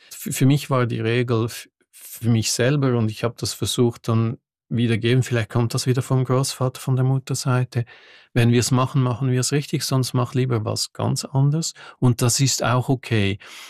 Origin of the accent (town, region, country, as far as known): Switzerland; born or raised there